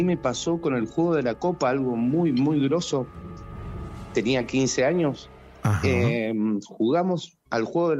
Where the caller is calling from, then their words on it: Mendoza, Argentina; De Mendoza.